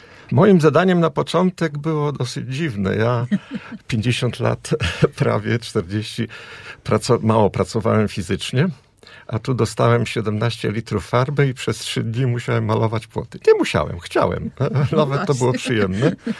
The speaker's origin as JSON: {"language": "Polish", "town": "Bydgoszcz", "region": "Kuyavian-Pomeranian Voivodeship", "country": "Poland", "said": "Ja pochodzę z Bydgoszczy, mieszkam 25 km od Bydgoszczy i rokrocznie na miesiąc jeździliśmy pomagać dziadkom w gospodarstwie."}